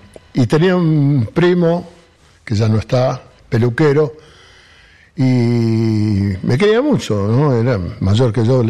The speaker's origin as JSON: {"language": "Spanish", "town": "Río Cuarto", "region": "Córdoba", "country": "Argentina", "tie": "born there", "said": "Nací en la ciudad, nací en Córdoba, nací en Río Cuarto."}